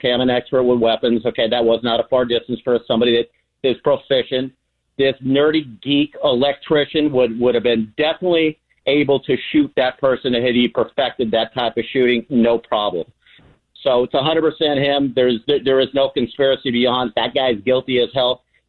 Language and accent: English; West Coast, United States; I'm from the West Coast. I live now on the East Coast.